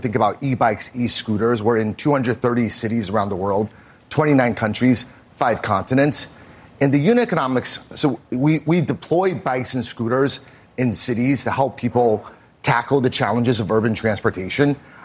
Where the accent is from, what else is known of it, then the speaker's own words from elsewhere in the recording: Lincoln, Nebraska, United States; moved away; I grew up in Lincoln, Nebraska.